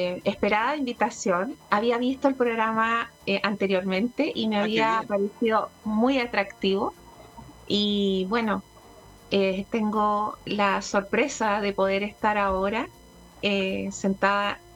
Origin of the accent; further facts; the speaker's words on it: Chile; después como vedette chilena y al final me presentaban como la showwoman de Chile por muchos años.